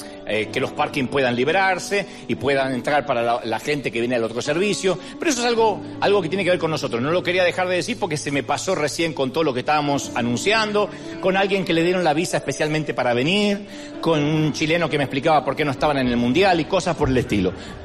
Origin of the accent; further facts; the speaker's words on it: Argentina; Argentina, mi país